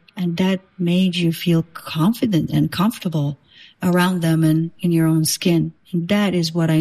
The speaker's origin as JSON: {"language": "English", "country": "Brazil", "tie": "born or raised there", "said": "I am from Brazil, and I grew up in the 80s and 90s, pre-internet."}